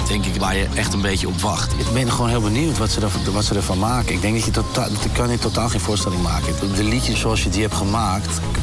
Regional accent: Zandvoort, North Holland, Netherlands; also born or lived in Haarlem; Ik kom uit Zandvoort. Geboren in Haarlem, opgegroeid in Zandvoort.

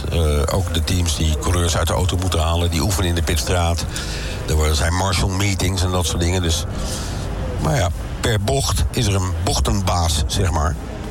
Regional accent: Netherlands

